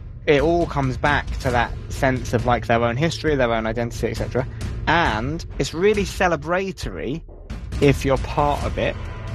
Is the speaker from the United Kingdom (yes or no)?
yes; England, United Kingdom; I was watching these games as an Englishman in Spain surrounded by Scottish people